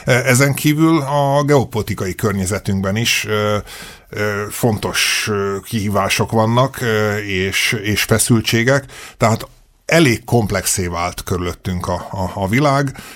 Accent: Eger, Heves, Hungary; moved away; Én Egerben nőttem föl, itt voltam diák, itt ugye a régi ötös iskolába jártam, ami ugye nem messze van innen a Szent István Rádió stúdiójától a szomszédba éppen a sarkon, aztán pedig a Gárdonyi gimnáziumba

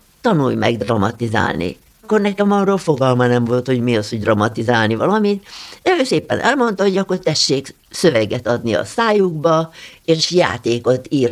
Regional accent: Alsóörs, Veszprém County, Hungary; born there; én Alsőrsen együtt nőttem fel. Mert én gyerekkoromban a poros utakon jártam, és ott semmi nem volt szinte, és aztán azzá lett, hogy egy európai hírű település lett belőle

